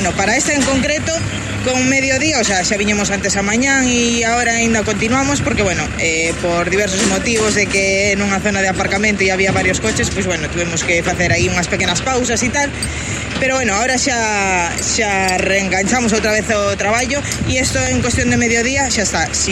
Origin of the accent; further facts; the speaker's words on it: Xinzo de Limia, Galicia, Spain; Y pues sí, somos todos novos, de corta edad, prácticamente. Y somos de Pontarias, concretamente de Xinzo.